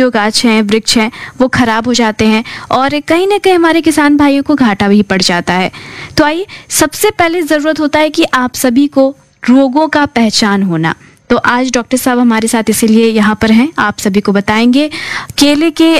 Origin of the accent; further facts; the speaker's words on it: Bihar, India; हम बिहारी हैं